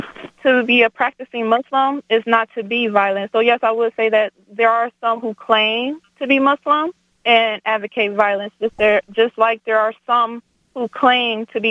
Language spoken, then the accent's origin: English; United States; I'm African American. I have a war in my own country